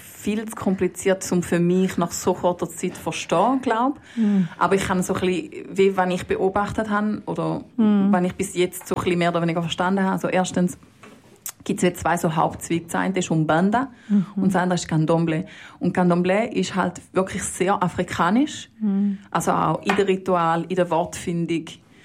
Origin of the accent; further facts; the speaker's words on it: Switzerland; als Schweizerin